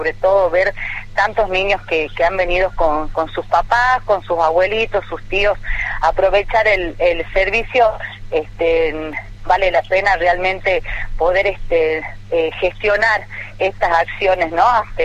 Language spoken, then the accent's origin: Spanish; Campo Santo, Salta, Argentina; yo soy yo también soy de un pueblo, soy de Camposanto